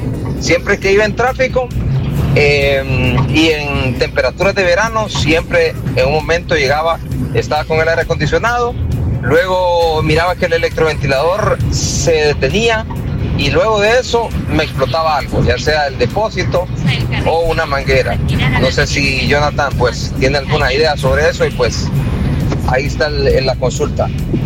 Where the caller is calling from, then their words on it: Honduras; les saluda. Soy hondureño, ando paseando aquí esta semana por su país.